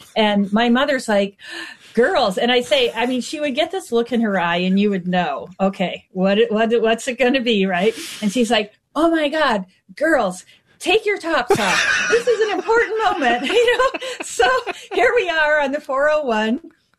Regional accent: Canada; My daughter was very close to my mom, even though I am Canadian. All of my family lives in Canada

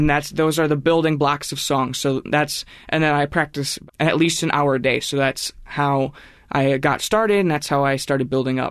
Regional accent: Wisconsin, United States; born there; 13 miles outside the Dells, right on the Wisconsin River. And I've been going up there ever since I was born. So I grew up around the Wisconsin River. I learned to swim in the Wisconsin River

